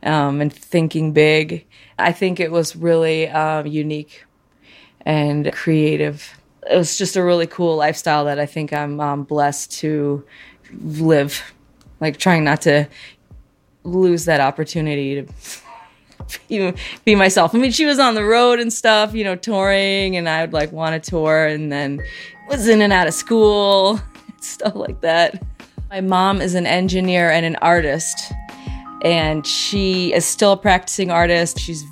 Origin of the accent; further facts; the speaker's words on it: Chicago, Illinois, United States; also born or lived in Colorado / upstate New York; I came here in sixth grade. I was about 10 from Colorado. And before that, I was in upstate New York, but I'm from Chicago. Since then, that's been my home, sixth grade. I live in West Logan Square. I love Chicago so much.